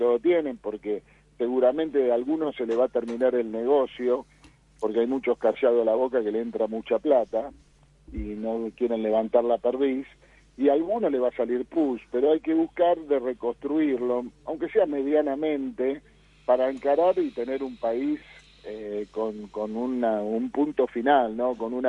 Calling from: Argentina; yo me considero argentino

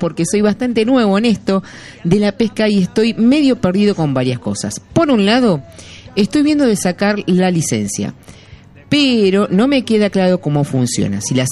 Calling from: Buenos Aires, Argentina; Yo vivo en Cava

